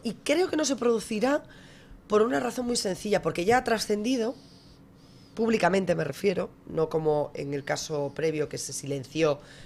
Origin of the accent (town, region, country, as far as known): Spain